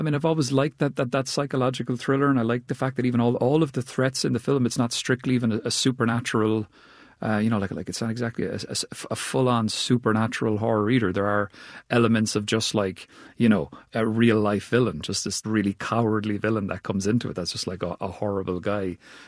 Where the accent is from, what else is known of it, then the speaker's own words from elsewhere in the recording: Cork, Munster, Ireland; We even shot it where I grew up, so I'm from Cork, which is in the southwest of Ireland.